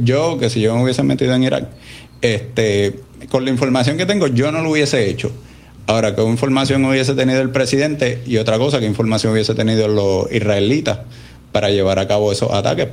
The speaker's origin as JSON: {"language": "Spanish", "country": "Puerto Rico", "said": "como gente, como puertorriqueños, después como americanos y como civilización occidental cristiana"}